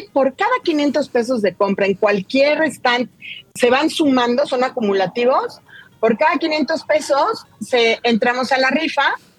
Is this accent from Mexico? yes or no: yes; Mexico; la comunidad somos hijos o nietos de españoles, pero en realidad somos mexicanos.